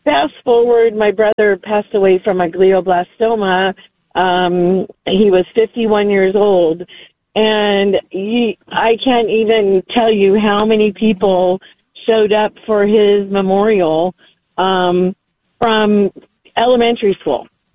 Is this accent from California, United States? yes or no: yes; California, United States; now in Kerrville, Texas, United States; I grew up in Southern California